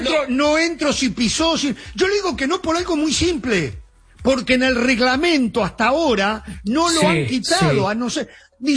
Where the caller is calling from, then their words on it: Uruguay; soy uruguayo